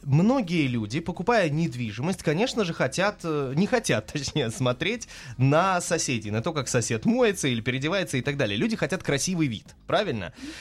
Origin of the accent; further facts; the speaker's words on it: Bat Yam, Tel Aviv District, Israel; Я из Батьяма, да, знаю.